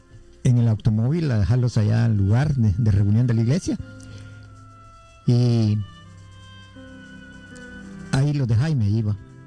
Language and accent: Spanish; Guatemala City, Guatemala Department, Guatemala; como buen chapín, como dicen, ¿verdad? Somos de la ciudad de Guatemala. Allá pertenecíamos al grupo Juan Pablo II, allá en la zona 21, Bello Horizonte